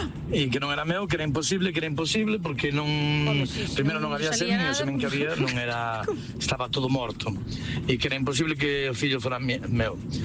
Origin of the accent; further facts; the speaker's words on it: Palas de Rei, Galicia, Spain; now in Porto, Portugal; Hola, rapaces … de Palas.